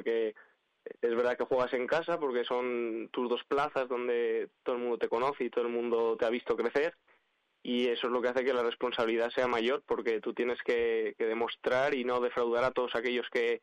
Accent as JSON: {"language": "Spanish", "town": "Soria", "region": "Castile and León", "country": "Spain", "also_born_or_lived": "Huerta del Rey", "said": "Uno por ser mi pueblo y el otro por ser mi ciudad."}